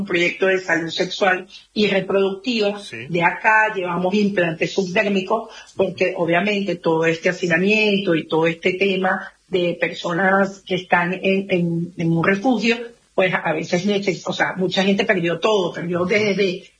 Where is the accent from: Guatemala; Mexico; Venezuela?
Venezuela